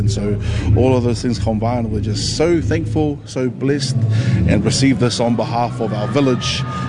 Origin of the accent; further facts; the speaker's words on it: Wellington, New Zealand; Like, Auckland is so much talent, but because we're from Wellington too, we see the grassroots, and we see how amazing our Pacifica people are in Wellington too.